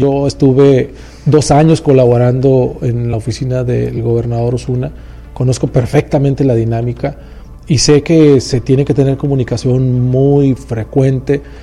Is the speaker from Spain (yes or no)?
no; Baja California, Mexico; Somos un estado tan lejano, ¿no? Al centro de la toma de decisiones